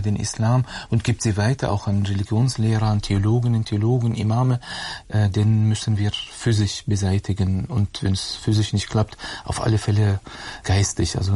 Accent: Germany; Und dann habe ich ihm gesagt, auf Arabisch habe ich geantwortet, ich komme aus Deutschland. Ich wusste auch nicht, was ich genau sage, aber meine Eltern sind Palästinenser.

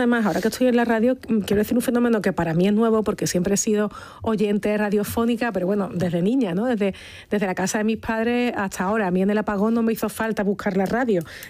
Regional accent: Andalusia, Spain; accent: Andalusian; Ese es un elemento crucial en nuestra forma de hablar, que como vemos, pues cada zona de Andalucía erosiona, o sea, modifica esa S final de una manera

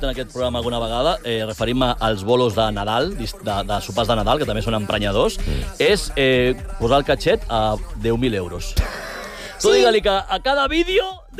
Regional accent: Galicia, Spain; now in Catalonia, Spain; jo que sóc de gallec, quan visito Galícia a l'hivern

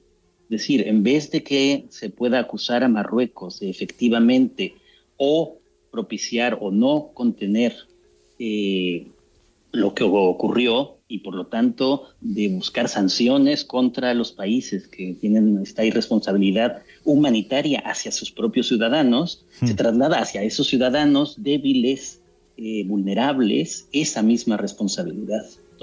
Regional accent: Mexico; aunque yo soy mexicano, aunque también sé español

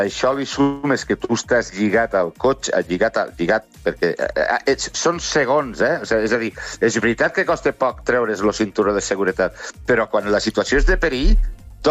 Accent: Terrassa, Catalonia, Spain; born or raised there

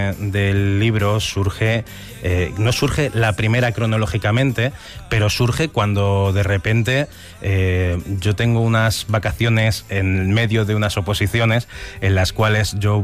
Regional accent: Talavera de la Reina, Castilla-La Mancha, Spain; sino que decido quedarme un poco en Talavera, que es de donde soy

